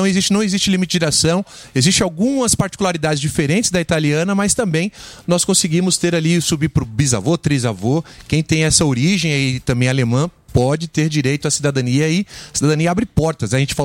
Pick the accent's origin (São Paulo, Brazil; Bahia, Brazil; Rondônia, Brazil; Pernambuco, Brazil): São Paulo, Brazil; Eu sou da região do Morumbi, minha esposa, meus filhos não conseguem ir num shopping sozinho, né?